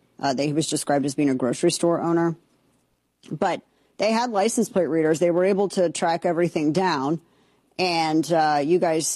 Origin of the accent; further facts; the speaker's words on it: Missouri, United States; the AG for my home state, show me state of Missouri